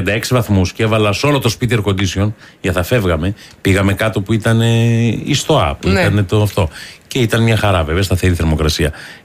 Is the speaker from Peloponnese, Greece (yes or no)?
yes; Gytheio, Peloponnese, Greece; moved away; Στην πατρίδα μου στο Γήθιο